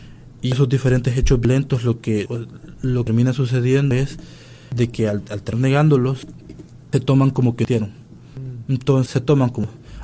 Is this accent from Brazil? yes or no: no; El Salvador